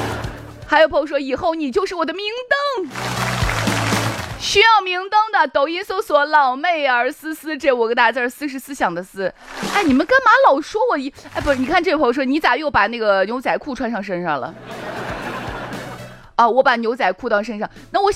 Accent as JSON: {"language": "Chinese", "country": "China", "said": "原来我们中国人非常喜欢叫恨海情天那种爱情方式。"}